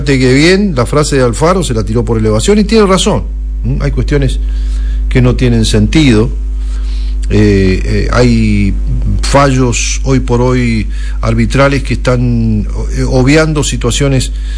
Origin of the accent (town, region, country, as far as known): Argentina